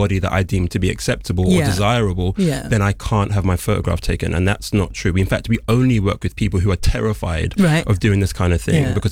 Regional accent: United Kingdom; being British

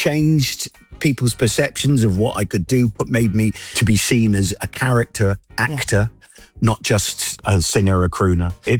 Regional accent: United Kingdom; I'm British.

